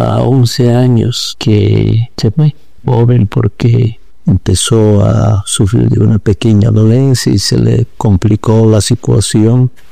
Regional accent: La Paz, Bolivia; now in Cochabamba, Bolivia; Parte de mi familia no somos oriundos de este lugar. Yo soy de La Paz.

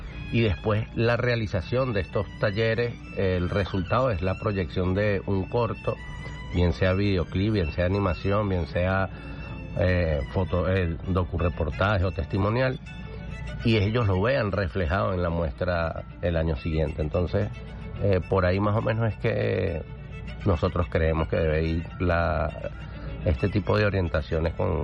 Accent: Caracas, Capital District, Venezuela; Yo vengo de La Vega, yo vengo de Katia

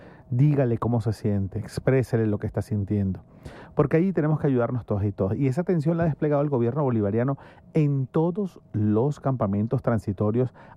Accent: Maracaibo, Zulia, Venezuela; yo soy de Maracaibo

